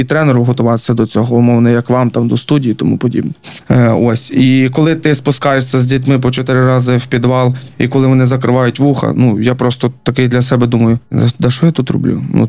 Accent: Volyn Oblast, Ukraine; Для мене дуже, воно мені дуже схоже на мою рідну область Волинську.

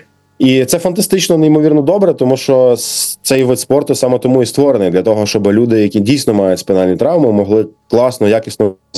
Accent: Kharkiv, Kharkiv Oblast, Ukraine; Ми, харків'яни, точно є у Львові.

